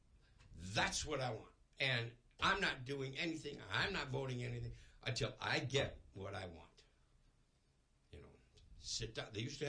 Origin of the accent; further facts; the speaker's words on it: United States; I'm part Canadian, okay, descendant, you know, type thing. I'm all American, first of all.